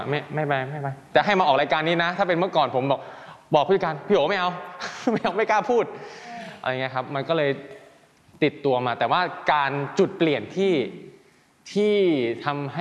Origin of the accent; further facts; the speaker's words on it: Isan, Thailand; เราเป็นคนอีสานเราก็พูดอีสานไปเลย